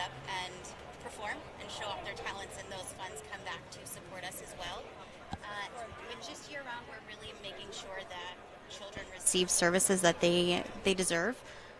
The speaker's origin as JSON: {"language": "English", "town": "Nashville", "region": "Tennessee", "country": "United States", "said": "I'm from Nashville."}